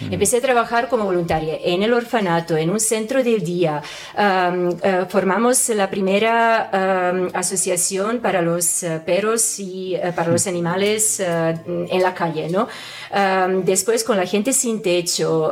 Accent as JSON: {"language": "Spanish", "country": "Serbia", "moved": "yes", "said": "Yo tengo que admitir de que realmente cuando salí de Serbia yo estaba agotada."}